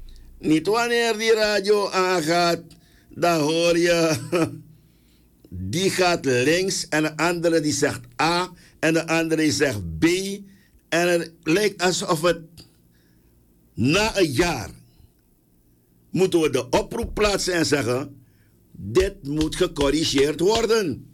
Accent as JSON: {"language": "Dutch", "country": "Suriname", "said": "Tuurlijk zijn we allemaal Surinamers."}